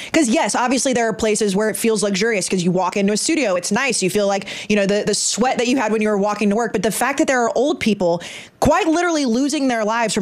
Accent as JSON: {"language": "English", "region": "Texas", "country": "United States", "tie": "born or raised there", "said": "Because growing up in Texas, I can't imagine not having air conditioning."}